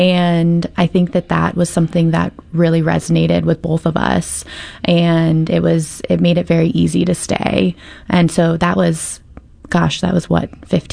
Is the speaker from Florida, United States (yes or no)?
yes; Apopka, Florida, United States; We grew up on Golden Gem Road in Apopka, Florida. And, amongst the orange groves, we had a really fun childhood out there, and it was kind of out in the country.